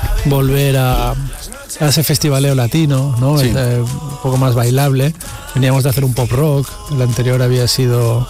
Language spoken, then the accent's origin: Spanish; Valencia, Valencian Community, Spain; a mí me gusta que … porque yo soy de Valencia, porque a mí me gusta ser abanderado de mi tierra.